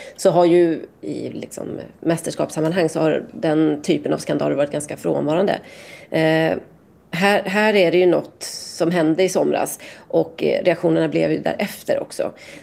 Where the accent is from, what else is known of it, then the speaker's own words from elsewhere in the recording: Sweden; som svensk